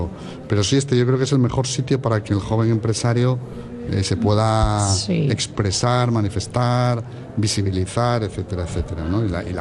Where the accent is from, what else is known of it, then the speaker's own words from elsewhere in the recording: Oviedo, Asturias, Spain; ya que soy de Oviedo